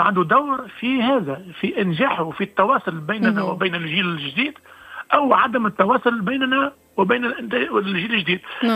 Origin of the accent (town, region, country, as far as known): Tunisia